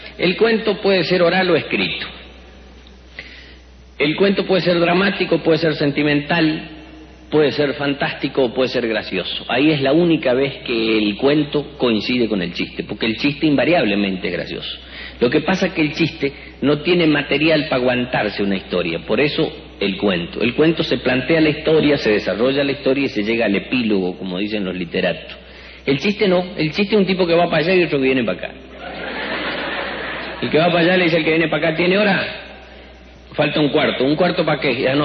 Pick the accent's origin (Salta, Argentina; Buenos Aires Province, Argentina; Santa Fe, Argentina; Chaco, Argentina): Chaco, Argentina; ya que no soy yo de Buenos Aires, sino yo soy de una provincia que se llama Chaco, que está en el noreste